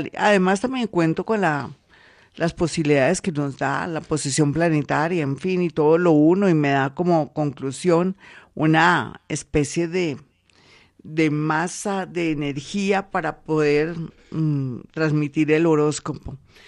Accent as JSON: {"language": "Spanish", "country": "Colombia", "said": "como somos los colombianos"}